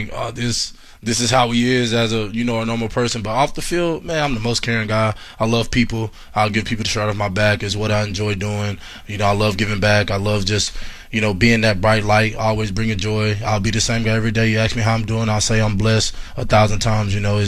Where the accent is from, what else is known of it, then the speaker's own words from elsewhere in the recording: Gulfport, Mississippi, United States; moved away; growing up in Gulfport, Mississippi